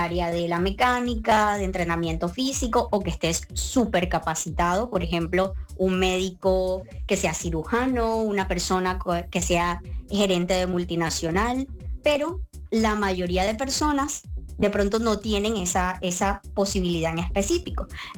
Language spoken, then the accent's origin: Spanish; Barranquilla, Atlántico, Colombia; now in Seville, Spain; suelen ser mucho como en la costa en Colombia, yo soy